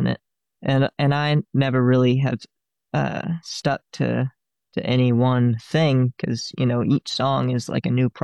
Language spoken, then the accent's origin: English; Fort Worth, Texas, United States; Yeah, I was born in Fort Worth, and me and my family have lived around Fort Worth in different spots my whole life.